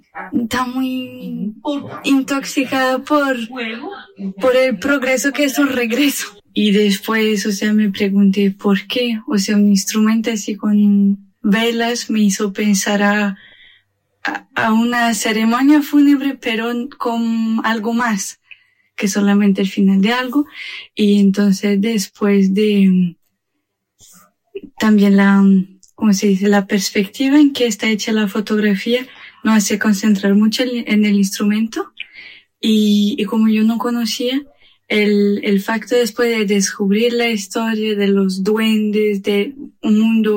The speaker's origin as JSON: {"language": "Spanish", "town": "Strasbourg", "region": "Grand Est", "country": "France"}